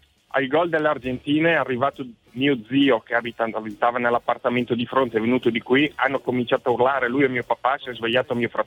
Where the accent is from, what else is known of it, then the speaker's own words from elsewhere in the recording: Bergamo, Lombardy, Italy; per me che sono bergamasco